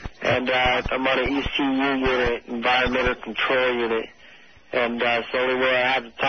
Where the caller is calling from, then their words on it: the Valley, California, United States; I'm from the Valley, too.